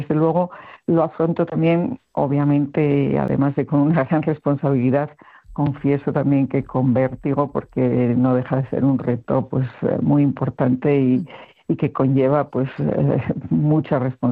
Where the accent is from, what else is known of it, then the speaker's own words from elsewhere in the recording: Asturias, Spain; siendo asturiana y hablando con amigos asturianos